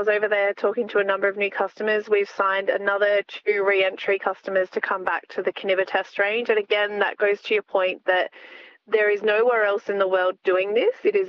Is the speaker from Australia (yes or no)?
yes; South Australia, Australia; I grew up in the Riverlands, so I am a country kid at heart